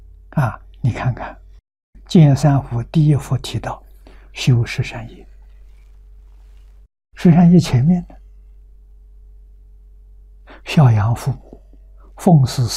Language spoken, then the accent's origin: Chinese; Tongcheng, Shucheng, Anhui, China; now in Hong Kong; 出生在桐城派的根据地，我们的家乡桐城、舒城、庐江这三个城距离差不多都是30公里、20-30公里